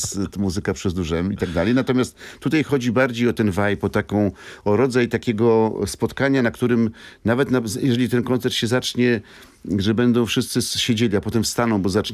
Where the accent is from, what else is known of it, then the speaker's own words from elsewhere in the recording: Warsaw, Masovian Voivodeship, Poland; Żartowaliśmy, że jesteśmy razem z Mokotowa